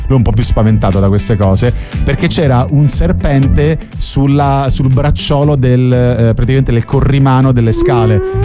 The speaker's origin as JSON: {"language": "Italian", "town": "Rome", "region": "Lazio", "country": "Italy", "said": "No, sono romano e..."}